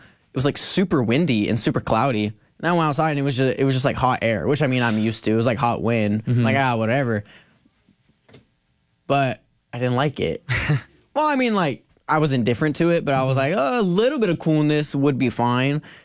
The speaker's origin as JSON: {"language": "English", "region": "Arizona", "country": "United States", "said": "I'm from Southern Arizona"}